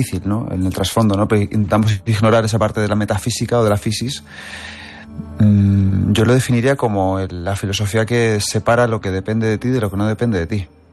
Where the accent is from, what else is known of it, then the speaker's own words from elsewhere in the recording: Manzanares, Castilla-La Mancha, Spain; Yo soy un pueblo de Ciudad Real muy chiquitín, de Manzanares. Bueno, no tan chiquitín, somos 15, 18 mil.